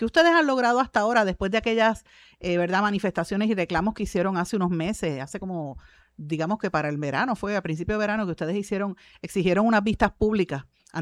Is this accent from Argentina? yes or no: no; Puerto Rico; como seres humanos y como puertorriqueños en nuestro país